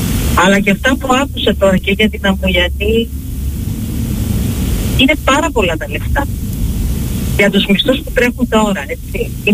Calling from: Fourka, Central Macedonia, Greece; Είμαι από τη Φούρκα.

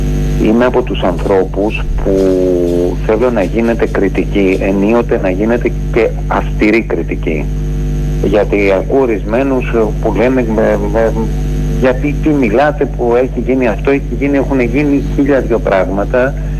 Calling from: Piraeus, Attica, Greece; από το Πασαλιμάνι.

